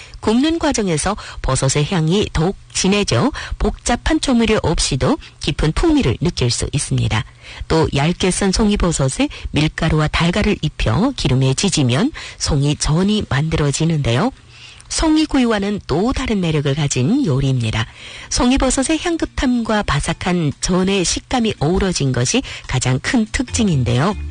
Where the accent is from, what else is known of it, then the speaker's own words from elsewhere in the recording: Yanbian, Jilin, China; 음식 하나하나에는 우리 고향 연변의 자연과